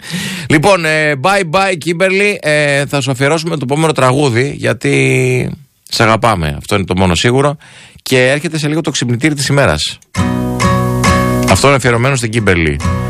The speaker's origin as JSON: {"language": "Greek", "country": "Greece", "said": "γιατί είμαι Έλληνας πάνω απ' όλα."}